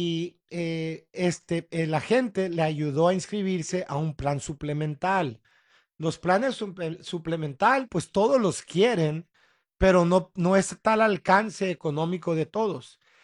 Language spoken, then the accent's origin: Spanish; San Diego, California, United States; born there; ella es tijuanense, mi papá sonorense. Y bueno, yo soy nacido en San Diego, pero tengo en la sangre México